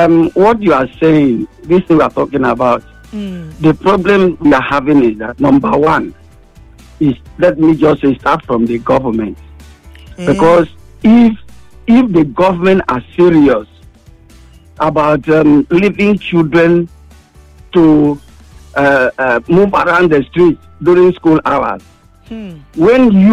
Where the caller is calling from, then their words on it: Lagos, Nigeria; I'm calling you from Apapa.